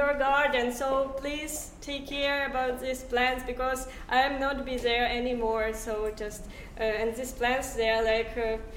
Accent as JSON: {"language": "English", "country": "Ukraine", "second_language": "English", "said": "I'm from Ukraine, and I prepared two traditional songs."}